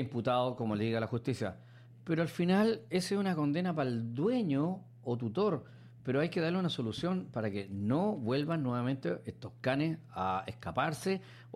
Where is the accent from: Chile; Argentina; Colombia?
Chile; nosotros tenemos como chilenos memoria a corto plazo